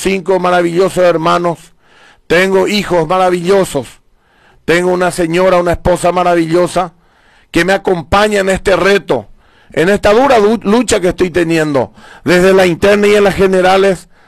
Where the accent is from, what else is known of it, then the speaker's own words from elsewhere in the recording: Carapeguá, Paraguarí, Paraguay; Soy carapegüeño, soy colorado, serví a mi patria, le quiero a mi pueblo